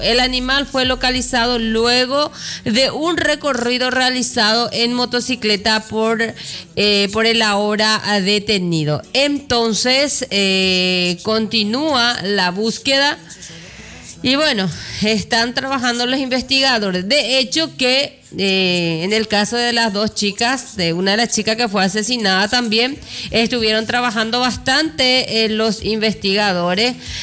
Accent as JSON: {"language": "Spanish", "town": "Coronel Oviedo", "region": "Caaguazú", "country": "Paraguay", "tie": "born or raised there", "said": "para todas aquellas personas que son de Oviedo, como yo, que mi ciudad natal, ¿verdad?"}